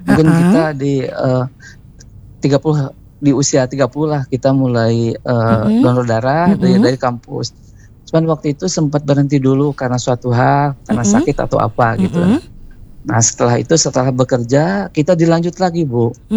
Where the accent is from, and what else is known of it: West Java, Indonesia